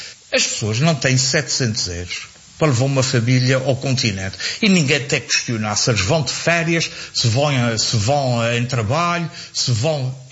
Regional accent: Azores, Portugal; Nós somos uma parcela de Portugal. Nós e a Madeira.

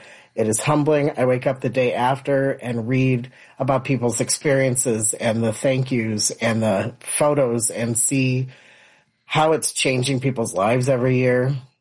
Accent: Park Ridge, Illinois, United States; growing up in Park Ridge. And, you know, not forever long ago, you know, I'm only 46

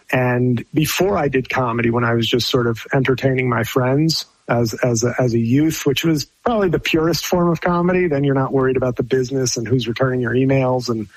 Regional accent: New York, United States; I'm from New York.

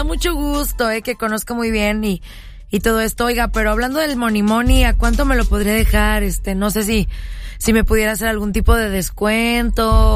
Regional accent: Mexico City, Mexico; Ay, venimos de Ciudad de México. Nos gusta mucho Phoenix porque el calorcito y el short

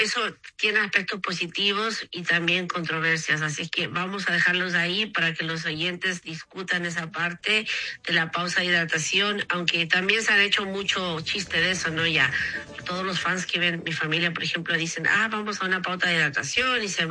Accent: Chile; Yo me siento muy orgullosa de mi tierra acá chilena

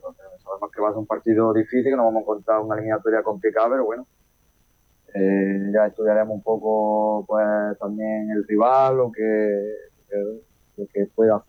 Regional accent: Andújar, Andalusia, Spain; mi primera experiencia también como entrenador con el equipo de mi pueblo

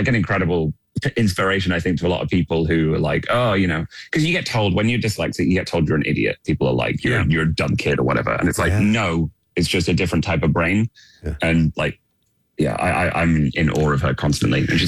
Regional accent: Manchester, North West England, United Kingdom; accent: northern; I'm from Manchester.

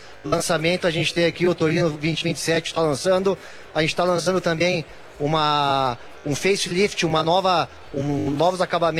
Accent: Caxias do Sul, Rio Grande do Sul, Brazil; Somos de Caxias do Sul, né?

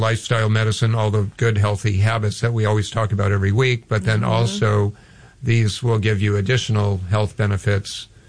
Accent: Hawaii, United States; Or as growing up in Hawaii, we just called it walking barefooted.

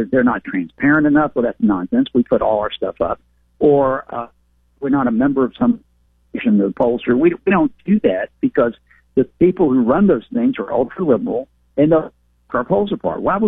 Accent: the South, United States; And I'm from the South, and I regret that, but it is what it is.

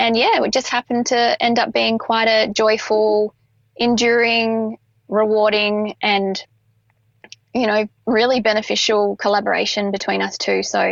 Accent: Perth, Western Australia, Australia; I'm from Perth originally, so it was really important for me to bring that story home

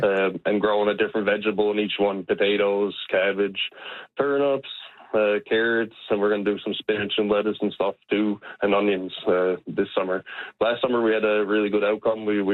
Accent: Witless Bay, Newfoundland and Labrador, Canada; I remember growing up, I'm from Whitless Bay on the Southern Shore.

